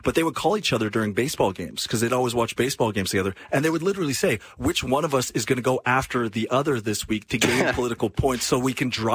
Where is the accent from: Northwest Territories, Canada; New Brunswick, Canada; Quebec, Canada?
Quebec, Canada; I grew up in Quebec.